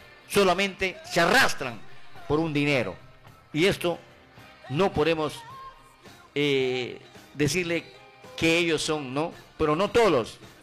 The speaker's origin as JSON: {"language": "Spanish", "country": "Peru", "said": "ha sido vendido sus principios como ciudadano, como peruano, como periodista?"}